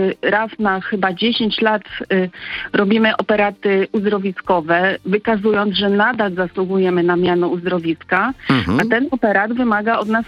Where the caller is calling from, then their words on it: Ustka, Pomeranian Voivodeship, Poland; Ja dzwonię z Ustki